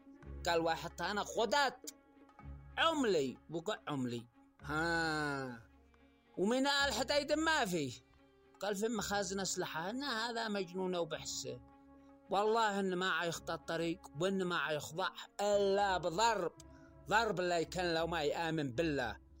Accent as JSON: {"language": "Arabic", "country": "Yemen"}